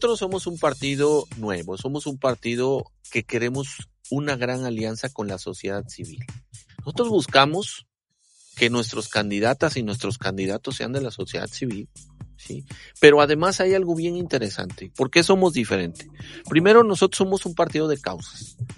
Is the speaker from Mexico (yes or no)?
yes; Mexico; todos somos mexicanos